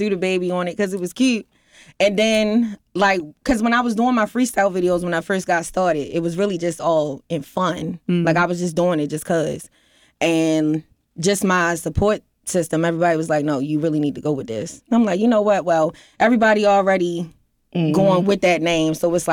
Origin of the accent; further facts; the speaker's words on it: Baltimore, Maryland, United States; I grew up in Cherry Hill, always went to school over west.